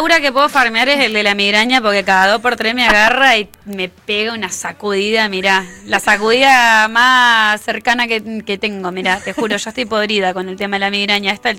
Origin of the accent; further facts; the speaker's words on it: Argentina; moved away; mi infancia en Perito